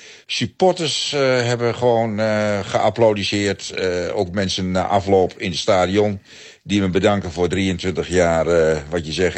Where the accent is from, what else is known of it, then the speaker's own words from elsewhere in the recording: Gelderland, Netherlands; moved away; En ik was vroeger wel eens discjockey geweest in de Achterhoek, onder andere, waar ik vandaan kom.